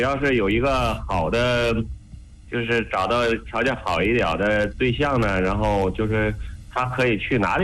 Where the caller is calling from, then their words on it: Cangzhou, Hebei, China; 我们咱河北的